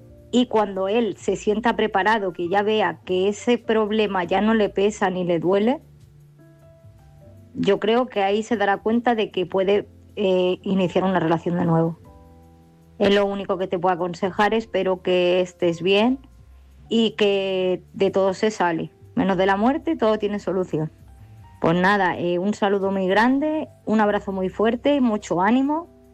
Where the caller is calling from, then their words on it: Málaga, Andalusia, Spain; corresponsal de Málaga.